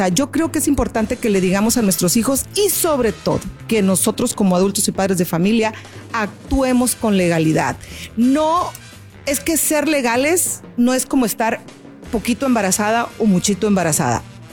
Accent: Mexico; finalmente somos mexicanas y tenemos que hablar de esto

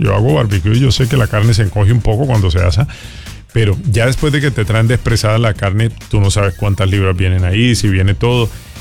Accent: Colombia; moved away; yo soy colombiano

